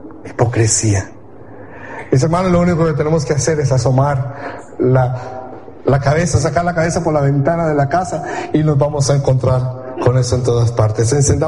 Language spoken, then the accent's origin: Spanish; United States; y yo soy norteamericano, les voy a mostrar mi pasaporte